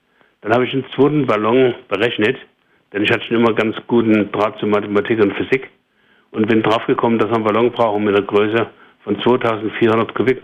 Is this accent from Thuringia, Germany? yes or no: yes; Thuringia, Germany; moved away as an adult; now in Chemnitz, Germany; ich komme aus Thüringen, jetzt bin ich in Sachsen.